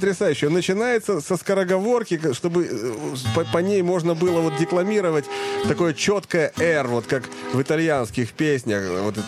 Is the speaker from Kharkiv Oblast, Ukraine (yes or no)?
yes; Bohodukhiv, Kharkiv Oblast, Ukraine; accent: rural Bohodukhiv; now in Moscow, Russia; я не могу избавиться от своего колхозного богодуховского выговора.